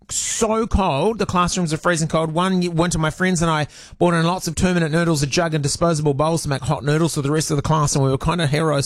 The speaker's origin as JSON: {"language": "English", "country": "Germany", "tie": "born or raised there", "said": "I grew up in Germany, and they wanted to build extra classrooms on top of a two-story building."}